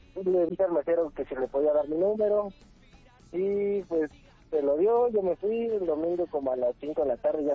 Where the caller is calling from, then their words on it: Chalco, State of Mexico, Mexico; Aquí en Chalco.